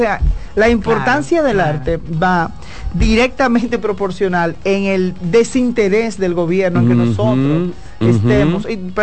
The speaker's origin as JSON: {"language": "Spanish", "country": "Dominican Republic", "said": "somos todos dominicanos"}